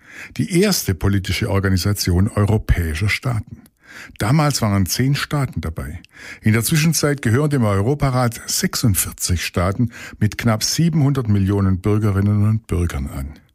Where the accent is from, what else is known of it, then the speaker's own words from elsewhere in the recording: Swabia, Germany; now in Lower Saxony, Germany; Ich bin gebürtiger Schwabe, lebe in Niedersachsen, habe einen deutschen Personalausweis und fühle mich als Europäer.